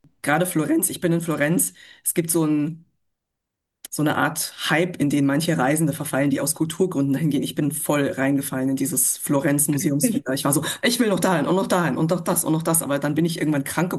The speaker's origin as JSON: {"language": "German", "region": "Bavaria", "country": "Germany", "tie": "born or raised there", "said": "Und oh, das war eines meiner besten Erlebnisse in meiner Kindheit in Bayern."}